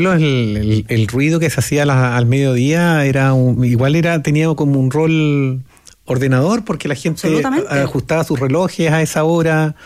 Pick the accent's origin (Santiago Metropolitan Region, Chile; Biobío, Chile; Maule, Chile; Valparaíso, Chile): Biobío, Chile; Talcahuano; moved away; yo soy de Talcahuano.